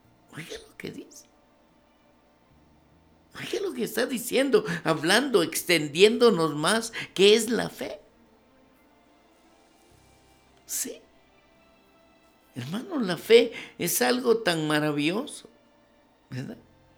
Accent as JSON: {"language": "Spanish", "region": "San Marcos", "country": "Guatemala", "tie": "born there", "moved": "yes", "said": "cuando viajo a San Marcos y la llevo a ese cantón Tonalá, así se llama el cantón donde yo nací."}